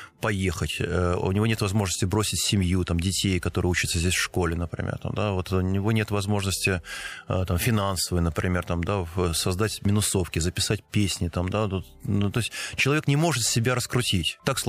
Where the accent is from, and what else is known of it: Russia